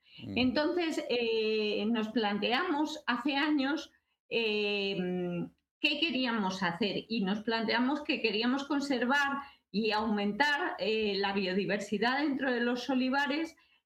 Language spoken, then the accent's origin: Spanish; Guadalajara, Castilla-La Mancha, Spain; porque nosotras somos de Guadalajara y somos de Castilla